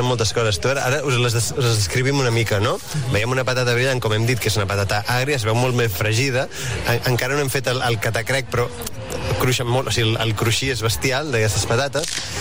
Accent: Catalonia, Spain; som catalans

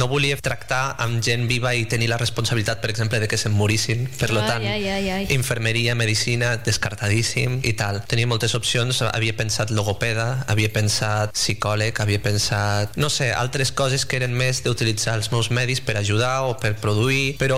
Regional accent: Lleida, Catalonia, Spain; a on jo vaig néixer, a Lleida

